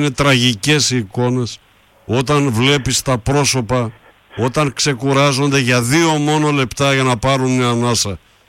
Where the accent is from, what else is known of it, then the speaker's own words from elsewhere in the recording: Drama, Eastern Macedonia and Thrace, Greece; και εγώ είμαι από τη Δράμα